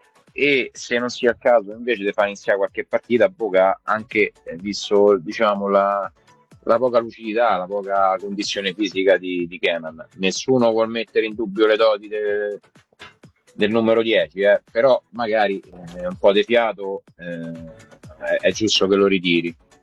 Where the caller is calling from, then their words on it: Civitavecchia, Lazio, Italy; da Civitavecchia